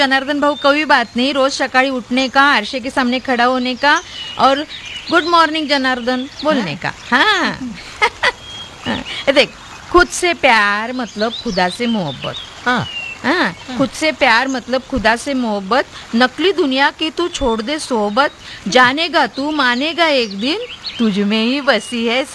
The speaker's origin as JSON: {"language": "Hindi", "region": "Maharashtra", "country": "India", "first_language": "Marathi", "second_language": "Hindi", "said": "अरे हम मराठी लोग हैं ना, हमको हिंदी में बात करने में बड़ा अच्छा लगता है, मैं हिंदी में बोलती हूँ।"}